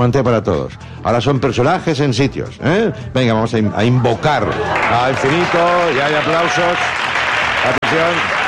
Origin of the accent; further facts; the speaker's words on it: Granollers, Catalonia, Spain; Digo, es que soy de Granollers, yo.